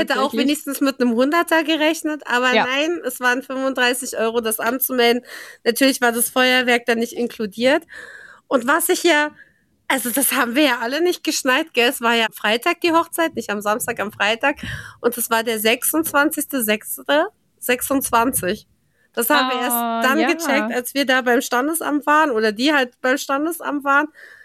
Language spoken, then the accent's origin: German; East Germany, Germany; ich bin halt doch eine Ostdeutsche.